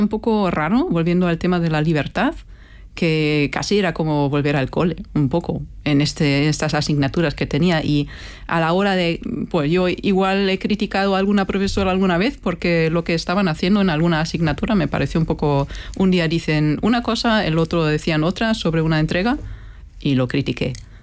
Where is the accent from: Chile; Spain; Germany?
Germany; Spanish is a second language; also born or lived in United Kingdom; soy alemana en una zona donde mayormente se ha votado por el Brexit